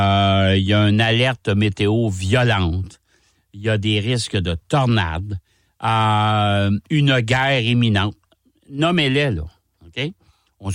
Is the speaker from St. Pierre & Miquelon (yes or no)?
no; Canada; chez nous, au Canada.